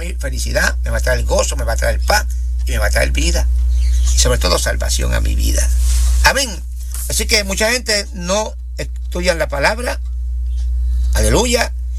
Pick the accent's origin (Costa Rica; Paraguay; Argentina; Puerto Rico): Puerto Rico; moved away; en Puerto Rico fueron a hacer un día de clamor, pero en mi pueblo